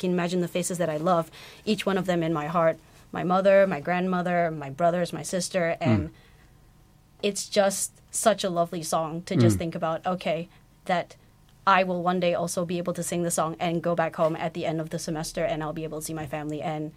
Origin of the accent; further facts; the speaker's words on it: Malaysia; moved away as an adult; But now I realize as an international student overseas here, kampong isn't just my hometown, but kampong is my home family. I mean, not home family, home country.